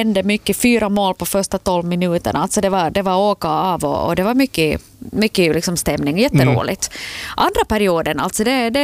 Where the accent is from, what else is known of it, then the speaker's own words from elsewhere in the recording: Vaasa, Ostrobothnia, Finland; born there; jag bor ju i Vasa, jag är nästan född i Vasa ishall, visste du det?